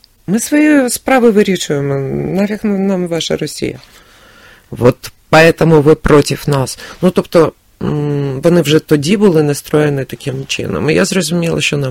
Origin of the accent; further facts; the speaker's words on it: Kyiv, Ukraine; Я киянка, тобто я не була в якійсь сотні, як всі кияни